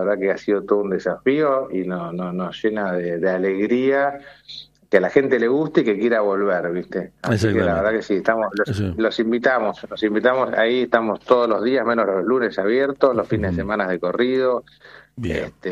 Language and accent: Spanish; San Antonio de Areco, Buenos Aires Province, Argentina; Areco es un pueblo muy tradicional. Bueno, yo soy nacido y criado acá, así que soy muy orgulloso de mi pueblo.